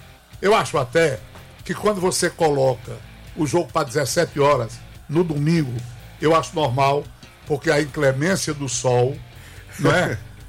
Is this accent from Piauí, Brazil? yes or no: no; Ceará, Brazil; Quando aqui cheguei, como cearense, e a disparidade entre um e outro, eu desejei que o Ceará ganhasse.